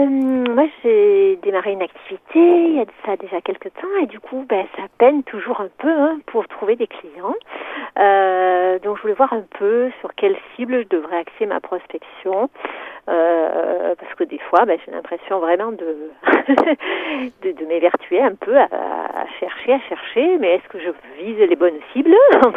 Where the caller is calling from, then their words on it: Auvergne-Rhône-Alpes, France; J'appelle de la Drôme.